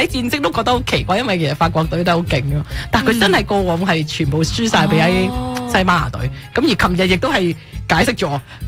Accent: Hong Kong; moved away; 因为我哋都系嗰喺香港长大㗎嘛。咁我哋香港长大，我哋当时都系移民前㗎嘛。咁我哋系港英政府嘅英籍时代㗎嘛。

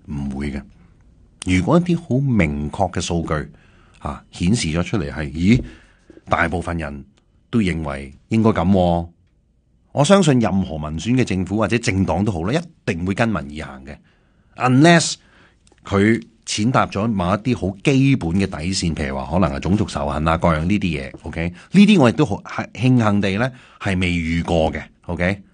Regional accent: Canada; 我净系讲翻我哋加拿大人先

